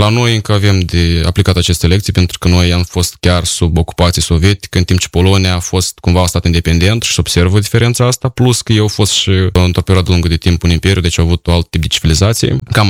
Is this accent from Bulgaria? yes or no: no; Moldova; moved away as an adult; now in Romania; Cel puțin experiența mea de peste 7 ani în România cu studenții basarabieni